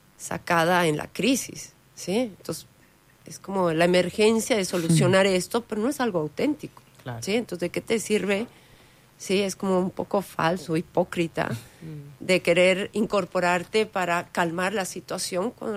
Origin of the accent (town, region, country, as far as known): Bolivia